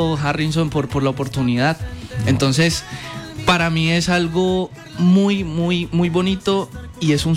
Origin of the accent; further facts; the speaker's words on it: Huila, Colombia; Eso, o sea, es el Huila.